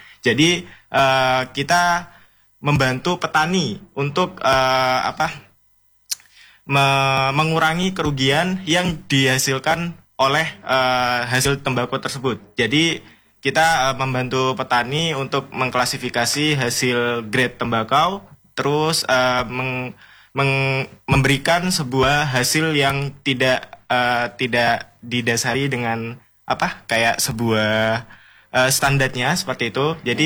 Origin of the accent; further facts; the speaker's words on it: Probolinggo, East Java, Indonesia; accent: medok; asli Probolinggo.